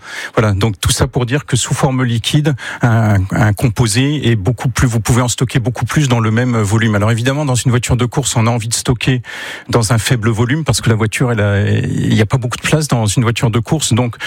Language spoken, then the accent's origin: French; Grand Est, France; now in Sarthe, France; Moi, je viens d'Alsace.